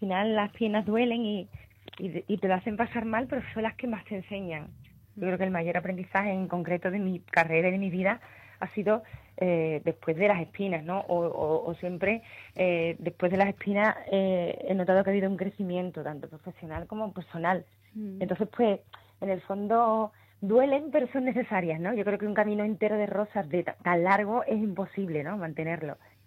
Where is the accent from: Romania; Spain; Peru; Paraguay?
Spain; Coria del Río, Andalusia; also born or lived in Madrid; en Sevilla, concretamente en mi tierra, pues se me ha visto pues desde que era una niña